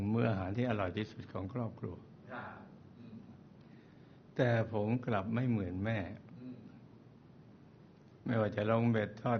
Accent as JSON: {"language": "Thai", "region": "Nakhon Ratchasima", "country": "Thailand", "tie": "born there", "said": "แล้วพ่อครับผมเกิดที่จังหวัดนครราชสีมาคนละเรื่องเลย"}